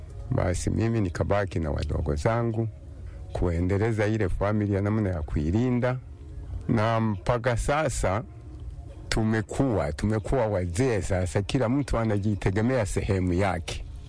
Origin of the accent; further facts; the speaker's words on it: Bunda, Mara, Tanzania; born there; also born or lived in Rukungu, Magu District, Mwanza / Lunala, Nasa; 1952 tukawa tumehama kutoka Lunala, tukarudi sehemu za Shashi, Bunda. Tumeishi Bunda mpaka mwaka 1956 mimi nikawa nimeanza shule hapa hapa Bunda.